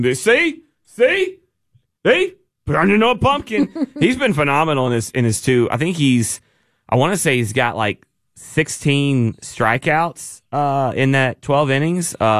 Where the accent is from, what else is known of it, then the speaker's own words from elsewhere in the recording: United States; I'm from Pawnee County